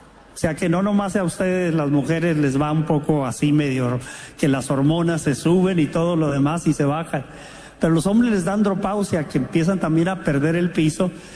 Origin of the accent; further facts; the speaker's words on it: Mexico; como buen mexicano bromista